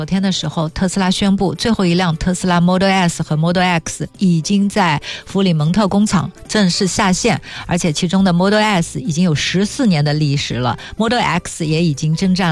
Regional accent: China; 我是中国人。

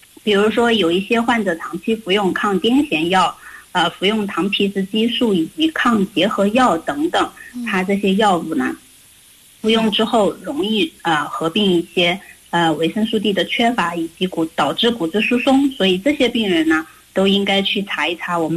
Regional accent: China; 我们中国人

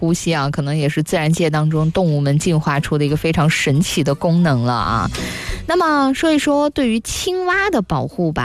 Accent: Northeast China, China; moved away; 因为我是在东北长大的嘛，

